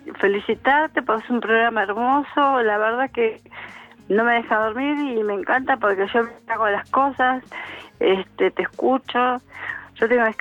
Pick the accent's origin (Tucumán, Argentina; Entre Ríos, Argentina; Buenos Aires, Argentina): Buenos Aires, Argentina; Villa Soldati